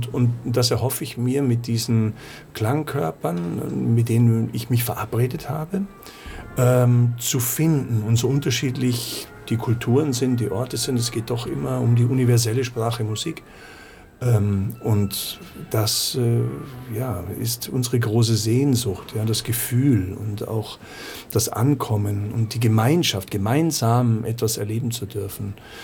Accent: Munich, Bavaria, Germany; now in Austria; Und das sage ich als Münchner, ja, als Bayer, weil ich doch Österreich so lieben und schätzen gelernt habe.

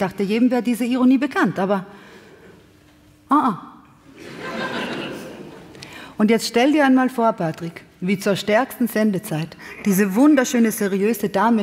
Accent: Serbia; Und auf meiner Homepage, da steht, ich komme aus einem Ort namens Bička Materina ohne Autobahnanschluss in Serbien.

